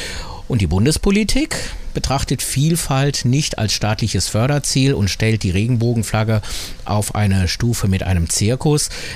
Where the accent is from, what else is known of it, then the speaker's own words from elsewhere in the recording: Hamburg, Germany; ein Glück, dass ich mit Hamburg eine Stadt, meine Heimat nennen kann, die mein offenes Leben trägt.